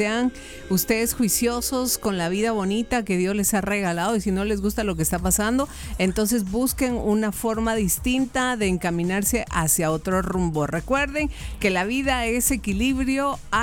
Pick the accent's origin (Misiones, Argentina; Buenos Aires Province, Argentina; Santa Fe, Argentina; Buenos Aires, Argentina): Santa Fe, Argentina; Rosario; el Rosario, nació en mi ciudad, te digo. Entonces, muy contento, nació en 1987. No, en el Rosario, en mi pueblito.